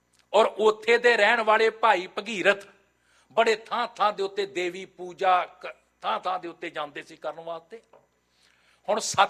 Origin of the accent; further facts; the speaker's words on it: Punjab, India; ਵੈਸੇ ਮੇਰਾ ਪਿੰਡ ਤੋਂ ਉੱਥੋਂ 5-7-10 ਕਿਲੋਮੀਟਰ ਹੈ, ਮੈਂ ਉੱਥੇ ਬਾਰੇ ਬਹੁਤ ਕੁਝ ਜਾਣਦਾ।